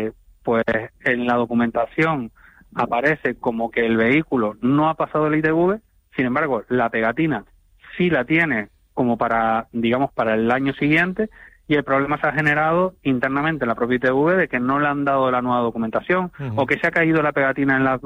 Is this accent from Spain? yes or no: yes; Tenerife, Canary Islands, Spain; yo soy de Tenerife